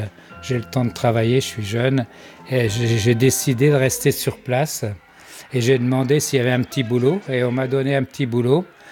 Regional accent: France; chez nous en France.

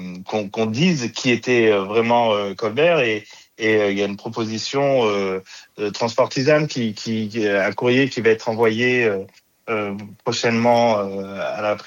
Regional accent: Île-de-France, France; born there; je suis né en Hexagone, je suis né en Essonne

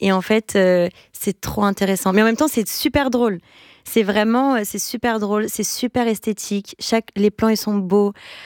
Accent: Brazil; now in France; moi en tant que Brésilienne en France

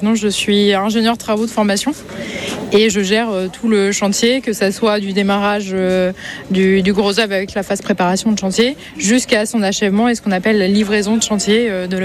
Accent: Rouen, Normandy, France; Nous, on est de Rouen.

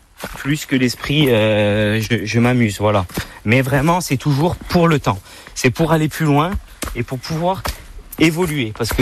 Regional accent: Scat, Corsica, France; Le confinement, j'ai pu le passer au village, chez moi, à Scat. Donc avec toute ma famille.

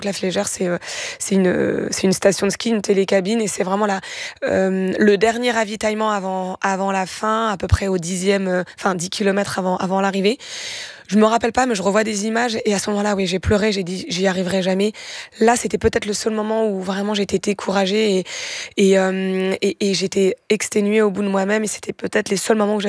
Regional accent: Normandy, France

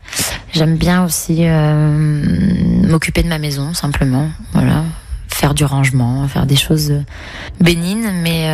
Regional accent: Nice, Provence-Alpes-Côte d'Azur, France; Et puis moi je suis née à Nice et j'ai vécu 16 ans à Nice depuis ma naissance jusqu'à l'âge de 16-17 ans.

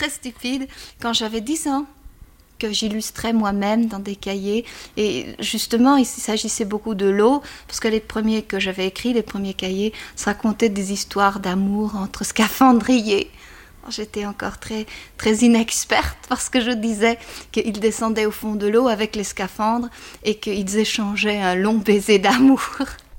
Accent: Flanders, Belgium; Oui, je suis flamande. Mes parents sont flamands.

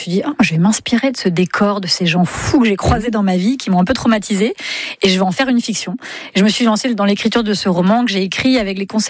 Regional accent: Île-de-France, France; Je suis francilienne

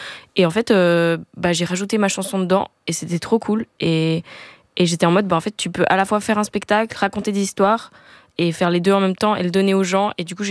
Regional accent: Lausanne, Vaud, Switzerland; Ouais, je suis de Lausanne, je suis en Suisse, du coup, je dis un bachelor.

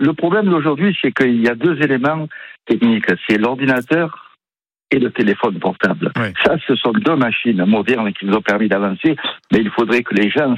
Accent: France; Et la France, pour moi, je suis français, j'adore ma France.

